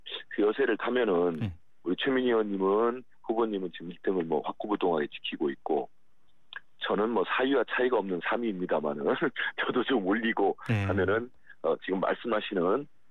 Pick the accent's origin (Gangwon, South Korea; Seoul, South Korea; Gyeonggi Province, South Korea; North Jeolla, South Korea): North Jeolla, South Korea; 저도 전북 출신입니다만은